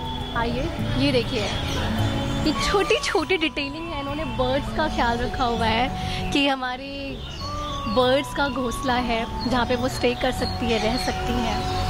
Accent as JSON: {"language": "Hindi", "region": "Uttar Pradesh", "country": "India", "tie": "born or raised there", "said": "वैसे मेरा home town UP है, तो वहाँ के लोग अक्सर मुझे गणेश उत्सव के बारे में पूछते भी हैं कि यहाँ पे कैसा होता है।"}